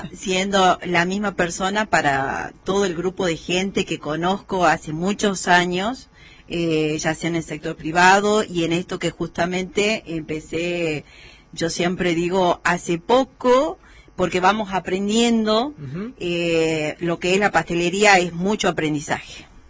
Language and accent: Spanish; Palpalá, Jujuy, Argentina; soy de Palpalá